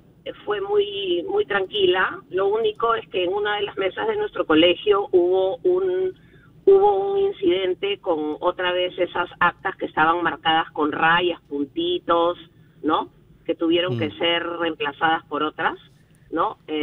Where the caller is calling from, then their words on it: Surco, Lima, Peru; yo llamo de Surco.